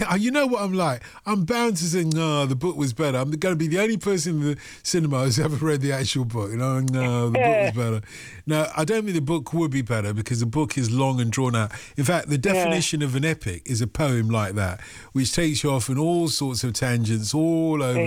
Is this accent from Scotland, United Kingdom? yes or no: no; London, United Kingdom; when I grew up in North London, in the sort of like part of North London that was Little Cyprus